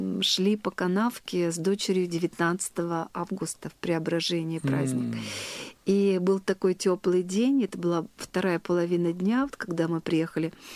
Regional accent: Yekaterinburg, Sverdlovsk Oblast, Russia; а мы из Екатеринбурга.

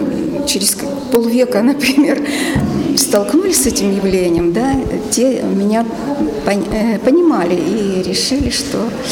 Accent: Revda, Sverdlovsk Oblast, Russia; Да, о малой родине, о городе Ревде, о том, что там осталось в памяти, о том, что я помнила о школе, о своих друзьях, о доме.

